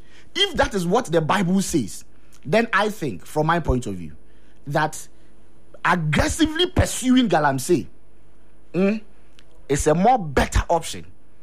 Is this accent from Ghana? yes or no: yes; Ghana; As a Ghanaian, as a communications person